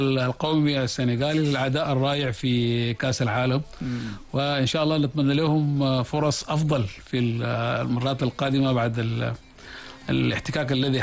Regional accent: Sudan; moved away as an adult; now in Senegal; أنا سوداني أنا.

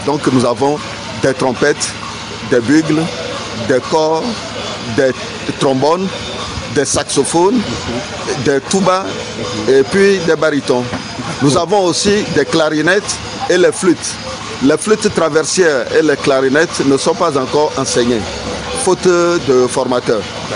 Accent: Senegal; Je suis sénégalais aussi.

